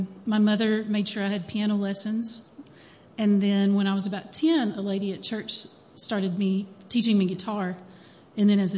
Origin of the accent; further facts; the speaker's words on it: Kentucky, United States; I grew up in Letcher County, but I also learned a lot of music in Clay County.